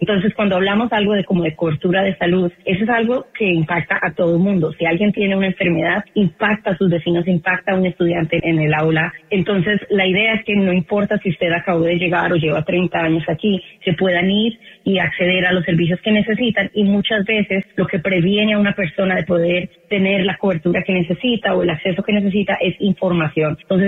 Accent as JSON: {"language": "Spanish", "country": "Colombia", "lives_now": "United States", "said": "soy colombiana, los colombianos seguimos siendo ciudadanos colombianos, así nos hagamos ciudadanos estadounidenses."}